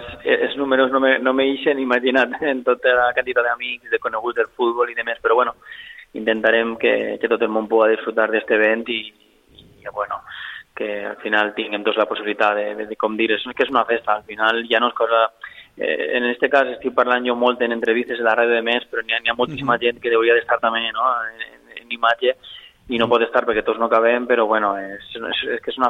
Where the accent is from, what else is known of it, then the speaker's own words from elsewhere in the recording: Cullera, Valencian Community, Spain; soc de Cullera i estic propet